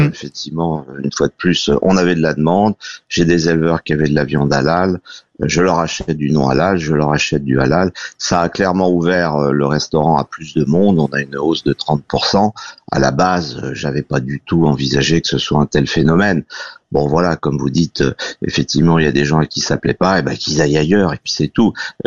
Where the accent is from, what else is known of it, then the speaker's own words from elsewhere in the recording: France; à la base, je suis français, pas musulman